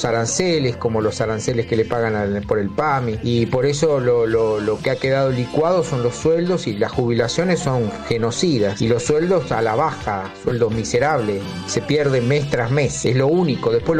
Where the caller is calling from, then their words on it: Córdoba, Argentina; le hablo de Córdoba